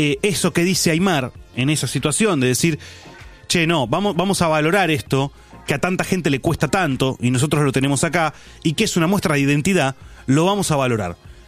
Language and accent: Spanish; Argentina